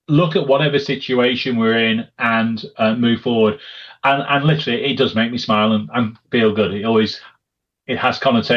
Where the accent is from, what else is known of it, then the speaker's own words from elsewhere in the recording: North West England, United Kingdom; born there; moved away as an adult; also born or lived in Bayswater, London / Kingswinford; now in Buckinghamshire, United Kingdom; Quick trip to King Swinford when I was little, and then schooling and early work, I was in Lancashire, very close to Blackpool, where the book's set. And then over time, careers moved me further down, and I'm now back in Buckinghamshire, you know, just between sort of Marlow and High Wycombe